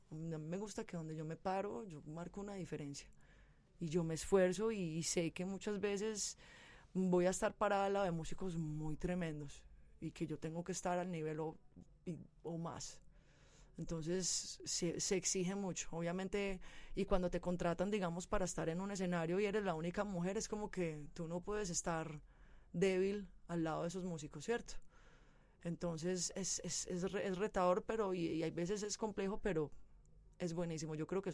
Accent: San Cristóbal, Antioquia, Colombia; born there; also born or lived in Los Angeles, United States; yo llevaba mucho tiempo viviendo en Los Ángeles, pero al regresar a mi tierra y hablando exactamente de mi montaña mágica, como le digo yo, de San Cristóbal, que yo había nacido allá, pero nunca había vivido allá.

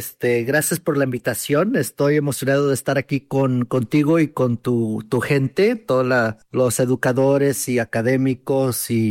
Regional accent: Jalisco, Mexico; born there; yo nací en México, en una zona que se llama Jalisco, que es una zona central en México, un departamento, un estado de México

